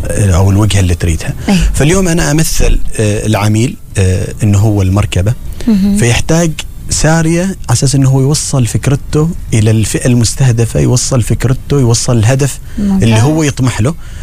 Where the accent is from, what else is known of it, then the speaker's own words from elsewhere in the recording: Oman; عندنا في عمان